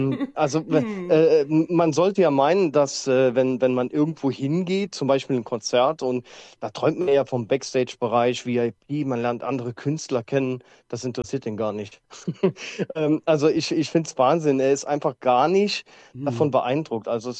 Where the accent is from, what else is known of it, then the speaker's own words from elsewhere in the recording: Saarburg, Rhineland-Palatinate, Germany; ich komme aus dem Raum Saarburg. Das ist in der Nähe von Trier, Grenze Luxemburg-Frankreich, wenn es einer kennt.